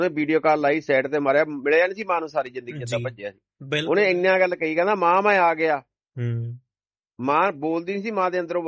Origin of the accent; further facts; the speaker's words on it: Punjab, India; ਮੈਂ ਪੰਜਾਬੀ ਹਾਂ